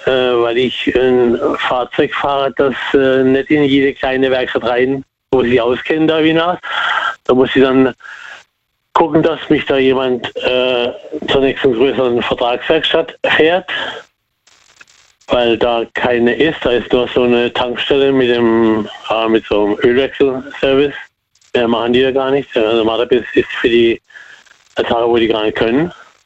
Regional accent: Muggensturm, Baden-Württemberg, Germany; Ja, ich komme aus Muggensturm.

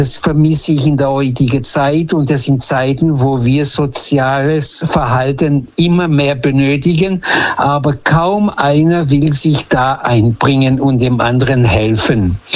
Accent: Lisbon, Portugal; German is a second language

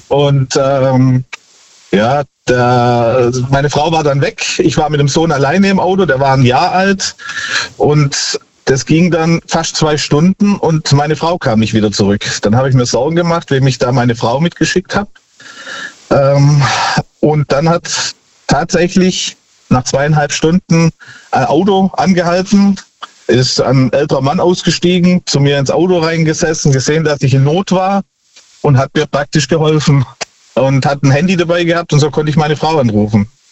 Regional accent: Nehren, Baden-Württemberg, Germany; Ich komme aus Nähren bei Tübingen.

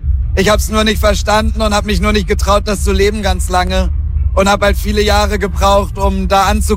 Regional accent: Mecklenburg-Vorpommern, Germany; Ich bin im Dorf in MacPom aufgewachsen. Damals gab es noch kein Internet in meiner Jugend

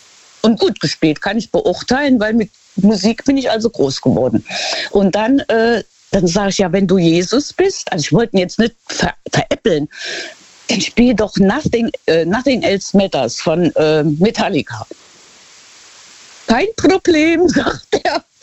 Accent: Luxembourg; Und dann sagt er, und dieses Gemäldekaffee heißt das bei uns in Luxemburg, das ist eigentlich ja, so eine altmodische Kneipe mit Kaffee

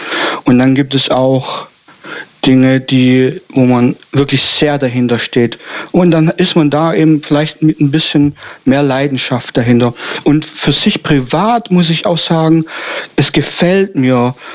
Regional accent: Stuttgart, Baden-Württemberg, Germany; Ich komme aus der Gegend Stuttgart. Also das ich sage jetzt mal so grob.

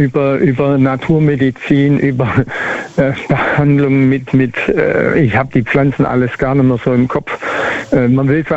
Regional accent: Baden-Württemberg, Germany; Als Schwabe, nein.

